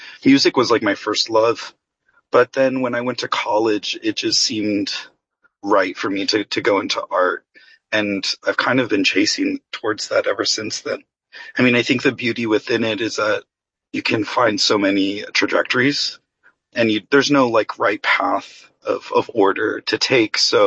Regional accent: El Paso, Texas, United States; You know, I grew up in El Paso, went through elementary through high school there.

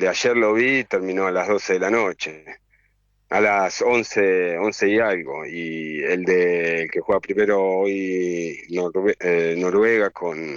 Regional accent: Argentina; Para nosotros que somos argentinos.

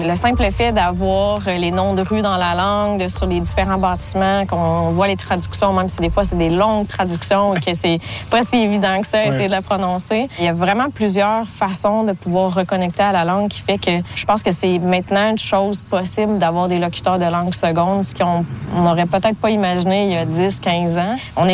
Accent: Odanak, Quebec, Canada; Oui, j'ai grandi à Odanak.

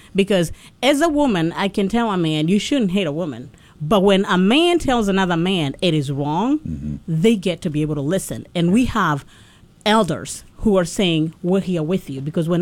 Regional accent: Kenya; moved away; I'm from Kenya

